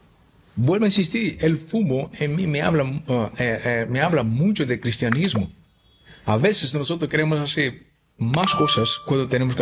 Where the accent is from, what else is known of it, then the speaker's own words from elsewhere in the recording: Seville, Andalusia, Spain; moved away; also born or lived in Barcelona; Yo pensaba cuando yo vine de Sevilla que yo iba a hacer más cosas en Barcelona y yo hacía menos cosas en Barcelona.